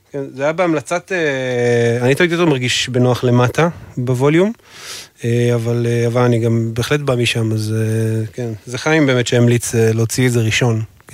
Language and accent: Hebrew; Nahariya, Northern District, Israel; אני מנהריה, געתון וכפר מסריק למדנו כזה